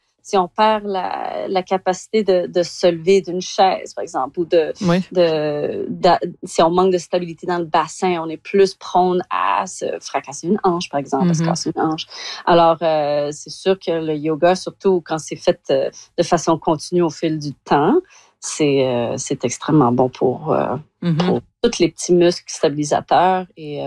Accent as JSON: {"language": "French", "town": "Calgary", "region": "Alberta", "country": "Canada", "tie": "born or raised there", "also_born_or_lived": "Quebec City", "moved": "as an adult", "said": "Je suis retournée en Alberta parce que je suis originaire de Calgary."}